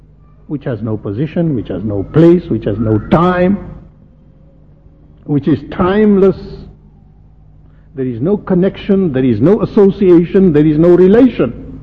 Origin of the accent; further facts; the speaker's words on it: South Africa; Here in South Africa, we know we've lived with it for so long.